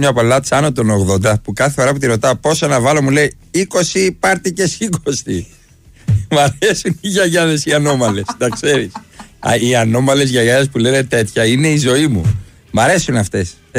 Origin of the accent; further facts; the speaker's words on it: Arta, Epirus, Greece; Εγώ δεν είμαι από το Λακαρνανί, είμαι από την Άρτα.